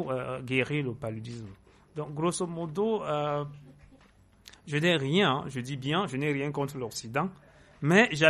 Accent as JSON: {"language": "French", "town": "Yaoundé", "region": "Centre", "country": "Cameroon", "said": "ma commune, celle de Yaoundé 4e"}